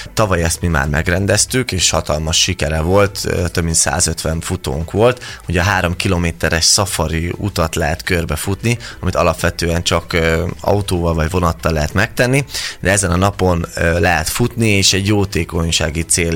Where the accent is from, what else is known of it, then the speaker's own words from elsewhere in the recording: Budapest, Hungary; ugye talán nem mindenki tudja, hogy Zuglóban nőttem fel, ugye a családom ott lakik